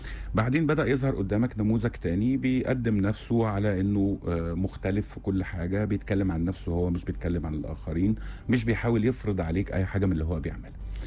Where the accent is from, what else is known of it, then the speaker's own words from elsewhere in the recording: Egypt; إن احنا مصريين